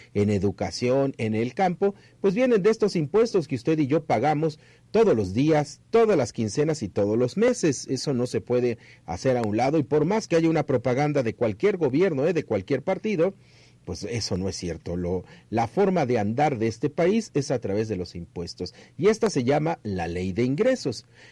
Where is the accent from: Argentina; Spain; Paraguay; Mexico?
Mexico